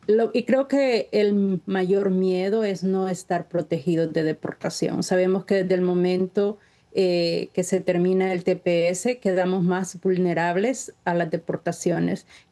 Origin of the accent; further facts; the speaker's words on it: El Salvador; now in United States; en lo personal también tengo TPS, soy de El Salvador